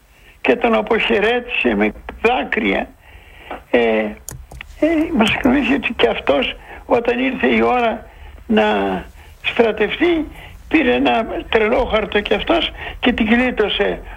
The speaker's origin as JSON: {"language": "Greek", "country": "Greece", "said": "Εγώ τώρα σκέφτομαι ποια είναι η πατρίδα μου."}